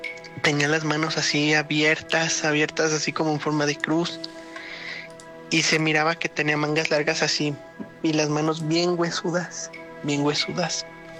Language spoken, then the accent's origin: Spanish; San Francisco del Rincón, Guanajuato, Mexico; de San Francisco del Rincón, Guanajuato.